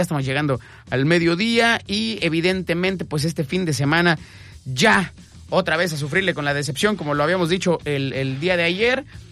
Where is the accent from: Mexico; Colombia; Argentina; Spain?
Mexico